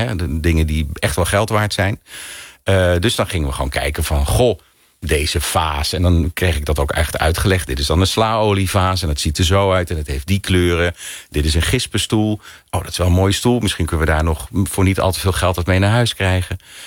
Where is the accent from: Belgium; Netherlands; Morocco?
Netherlands; Arnhem, Gelderland